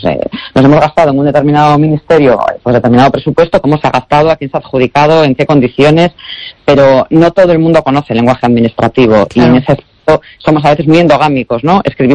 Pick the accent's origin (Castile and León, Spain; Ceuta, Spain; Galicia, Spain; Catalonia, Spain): Galicia, Spain; que afortunadamente se celebra en Galicia y que yo como gallega, aunque ahora esté al frente de una responsabilidad estatal, me parece una noticia extraordinaria.